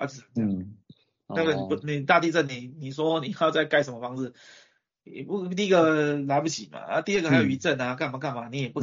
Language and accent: Chinese; Taiwan; 我们台湾人民